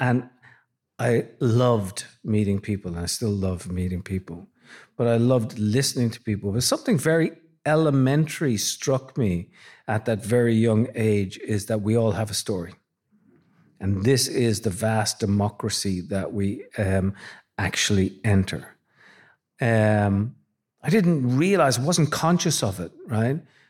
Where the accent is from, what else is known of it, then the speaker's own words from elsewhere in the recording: Ireland; moved away as an adult; now in United States; So I come from Ireland, and you know, I grew up with literature and the sense of the Irish identity